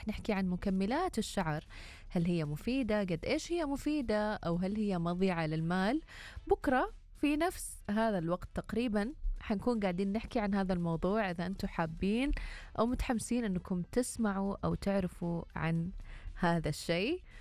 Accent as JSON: {"language": "Arabic", "country": "Saudi Arabia", "said": "عندنا في السعودية"}